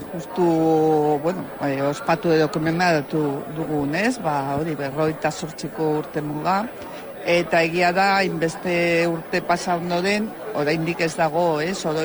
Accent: Pamplona, Navarre, Spain; born there; ni txantrean bizitzen naiz, ba, egia da, ba, ni Donibanen jaio nintzen, bueno, Iruñan, ez? Baina Donibaneko auzoan, baina gero joan ginen

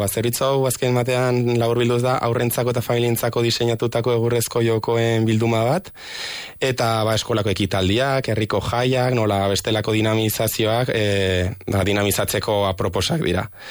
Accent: Donamaria, Navarre, Spain; Dona Maria herri inguruan ibili izan gara, nire herria dela

